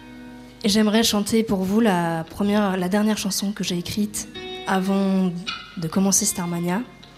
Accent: Pays de la Loire, France; Je vous disais tout à l'heure que je viens d'un petit village, du Maine-et-Loire.

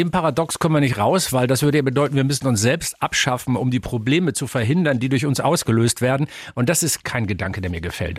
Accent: Hamburg, Germany; ich komme aus Norddeutschland, in der Nähe von Hamburg, geboren und aufgewachsen.

